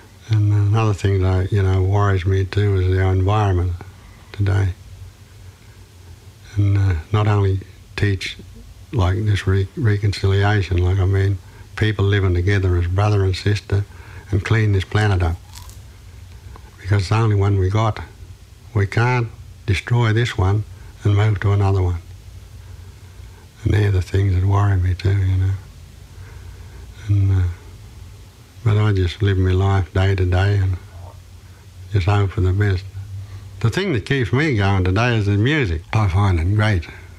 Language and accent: English; Cobar, New South Wales, Australia; I never grew up with it, not in my family, not in the little town where we grew up in Cobar